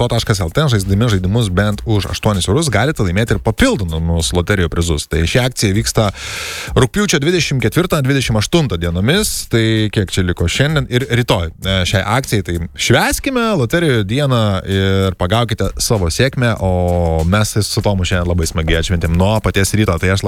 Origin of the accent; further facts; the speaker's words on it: Šilalė, Tauragė County, Lithuania; Aš iš Šilalės, aš neįsivaizduoju.